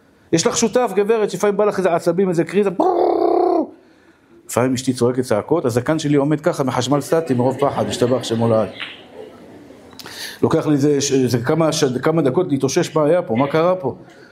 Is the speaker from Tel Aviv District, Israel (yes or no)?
yes; Bnei Brak, Tel Aviv District, Israel; אני דוס מבני ברק אחים, זקן לבן, לבוש שחור לבן